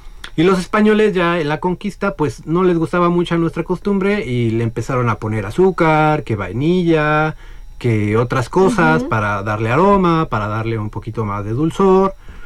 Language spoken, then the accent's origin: Spanish; Mexico; yo como mexicano